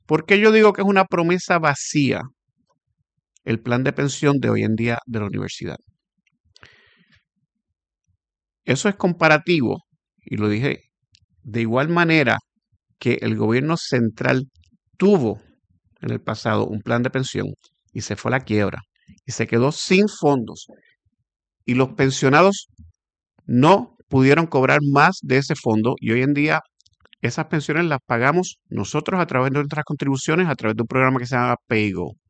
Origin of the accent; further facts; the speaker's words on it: Puerto Rico; Yo soy un puertorriqueño, yo vivo en Puerto Rico, mis hijos viven aquí, van a la escuela aquí, y yo soy parte de la sociedad puertorriqueña, soy parte de las personas que nos levantamos a trabajar en Puerto Rico y pagamos contribuciones.